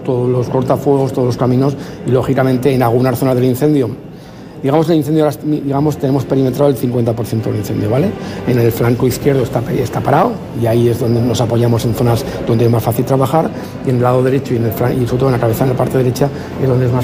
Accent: Huesca, Aragon, Spain; los que somos de Huesca conocemos la zona

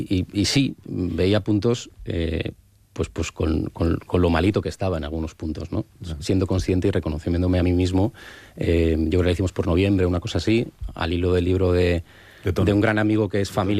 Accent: Spain; Yo, evidentemente, espero el tiempo prudencial, como cualquier español, de cuando me vaya a tocar

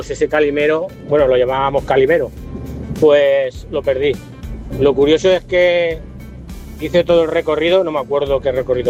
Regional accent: Valencia, Valencian Community, Spain

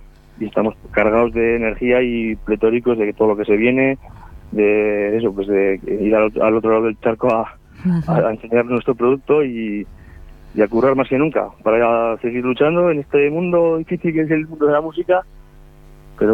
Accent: La Rioja, Spain; Nosotros, bueno, somos de pueblitos de Rioja Alta, de la zona de Aro, San Vicente, Ábalos

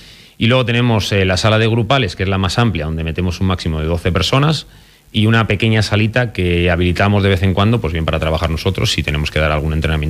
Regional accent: Salamanca, Castile and León, Spain; jugar en el equipo de mi tierra, en el primer equipo de mi tierra

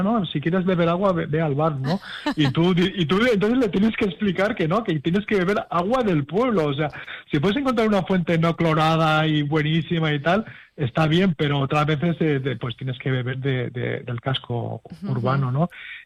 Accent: Casas Bajas, Valencian Community, Spain; Y acabé en mi pueblo, en Casas Bajas

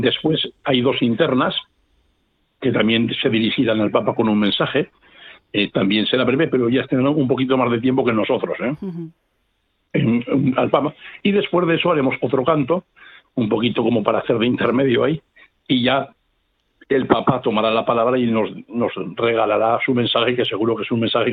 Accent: Aragon, Spain; now in Catalonia, Spain; Bueno, yo soy de Zaragoza, de un pueblo de Zaragoza, pero bueno, tengo ya unos años aquí

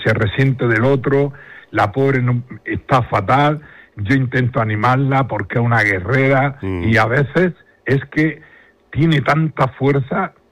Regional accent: Santa Eulària des Riu, Balearic Islands, Spain; el pueblo de Santularia, que es mi pueblo

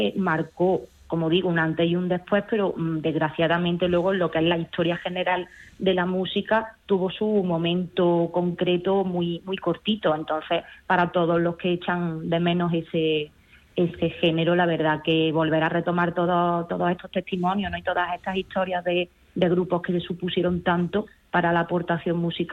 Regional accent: Córdoba, Andalusia, Spain; now in Madrid, Spain; yo soy cordobesa, aunque actualmente vivo en Madrid, pero bueno, aparte tengo ahí una parte de sangre que me tira porque

